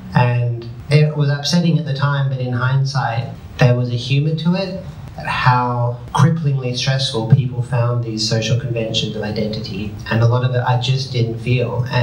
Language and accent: English; Australia; also born or lived in England; I think growing up, the main way it affected me was that I was born in England and came to Australia, and I was born a boy but didn't feel like a boy.